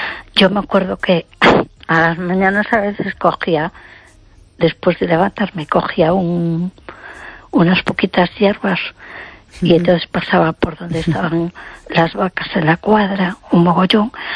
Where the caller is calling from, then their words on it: A Coruña, Galicia, Spain; de Coruña.